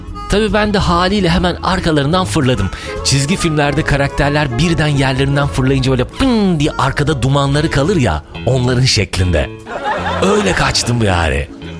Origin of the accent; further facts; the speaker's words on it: İbriktepe, Edirne, Turkey; Köydeyiz. Trakya'nın en dip köşe köylerinden biri İbriktepe, bizim köyümüz. Kuş uçmaz, kervan geçmez bir köy. Yunanistan sınırında. Bizim evin bahçesinden baktığın zaman Yunanistan'ın ışıkları görünür. Evimiz de köyün en sonunda. Çıkışta bir yerde.